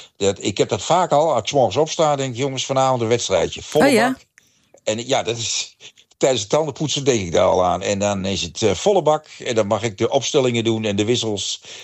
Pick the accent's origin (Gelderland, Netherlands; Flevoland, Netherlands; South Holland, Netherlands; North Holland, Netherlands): Gelderland, Netherlands; En ik was vroeger als discjockey geweest in de Achterhoek, onder andere, waar ik vandaan kom.